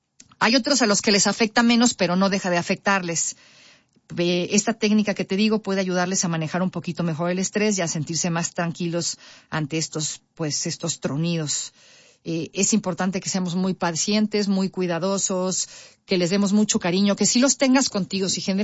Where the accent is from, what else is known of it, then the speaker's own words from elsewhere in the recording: Mexico; Pues usted sabe, pues somos guatequeros. Nos gusta el mitote a los mexicanos. Así somos.